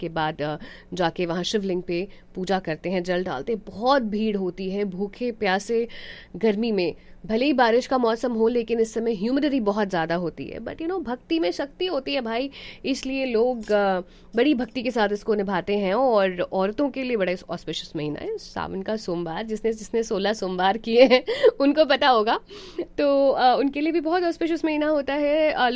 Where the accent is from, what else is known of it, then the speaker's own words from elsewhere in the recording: Bihar, India; now in Dallas, United States; मैं बिहार से हूँ